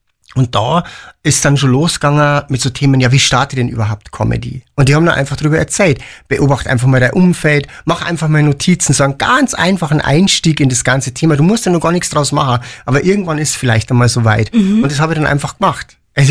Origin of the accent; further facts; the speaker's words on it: Piding, Bavaria, Germany; ihr werdet euch eh schon alle denken, genau, ich bin aus Pieding.